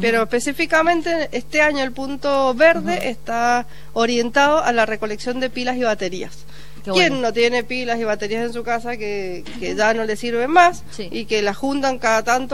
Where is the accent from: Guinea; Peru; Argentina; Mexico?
Argentina; Soy argentina, también soy futbolera.